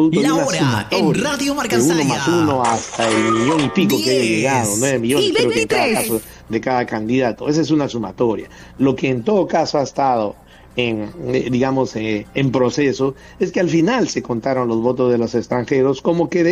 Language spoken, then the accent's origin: Spanish; Peru